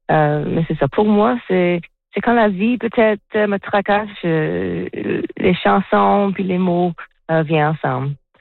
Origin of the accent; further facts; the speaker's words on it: Campbellton, New Brunswick, Canada; born there; French is a second language; now in Nova Scotia, Canada; Je suis née au nord du Nouveau-Brunswick, une petite place appelée Campbellton. Je vis à Nouvelle-Écosse maintenant, mais j'étais née dans une famille bilingue, ma mère est acadienne. Mais quand j'ai déménagé à Nouvelle-Écosse, j'ai perdu beaucoup de mon français.